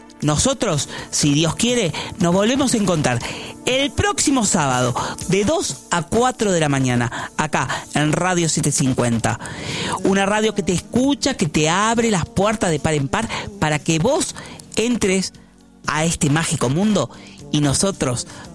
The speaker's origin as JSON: {"language": "Spanish", "country": "Uruguay", "said": "Pero soy uruguayo o de Nacional. Uruguayo de Nacional."}